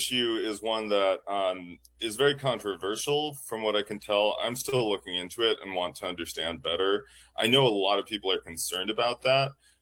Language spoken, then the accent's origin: English; Duluth, Minnesota, United States; And I can tell you about a story from my hometown, Duluth, Minnesota.